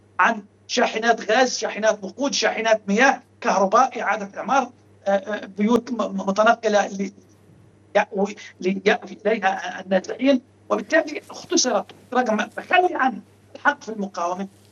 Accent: Gaza Strip, Palestine; نحن كشعب فلسطيني الآن في قطاع غزة تحت الاحتلال، تحت الاحتلال الإسرائيلي،

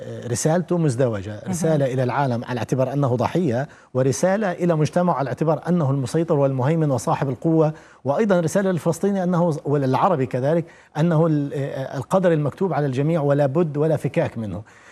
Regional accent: Palestine; احنا كفلسطينيين

